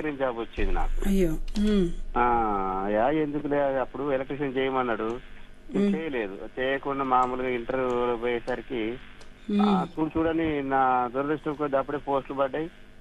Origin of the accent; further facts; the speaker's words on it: Rampuram, Telangana, India; Madam, మాది భద్రాద్రి కొత్తగూడెం జిల్లా రాంపురం గ్రామం మేడం.